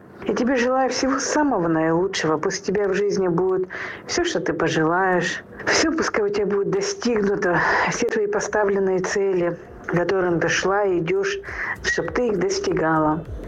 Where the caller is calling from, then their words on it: Moscow, Russia; я звоню из Москвы.